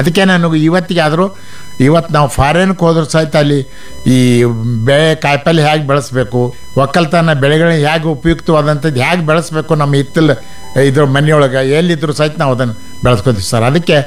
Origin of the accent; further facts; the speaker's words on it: Karnataka, India; ನನ್ನ ಹುಟ್ಟು ಅಥಣಿ ತಾಲೂಕು, ಒಂದು ಸಣ್ಣ ಒಂದು ಗ್ರಾಮ, ಅದು ಬಳವಾಡ ಅಂಥೇಳಿ, ಅಥಣಿ ತಾಲೂಕಿದೆ ಸರ್. ನಂದು 1953 ನಾನು ಜನ್ಮ ಆಯಿತು. ಆಮೇಲೆ ಬಾಲ್ಯ ಜೀವನ ಎಲ್ಲ ನಮ್ಮ ಊರಲ್ಲಿ ಕಳೆದೀವಿ.